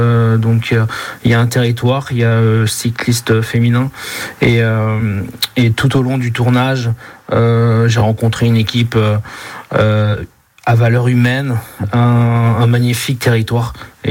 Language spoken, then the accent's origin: French; Rennes, Brittany, France; born there; now in Manche, France; Moi, je suis né en Ille-et-Vilaine, à Rennes, et là, j'habite dans la Manche.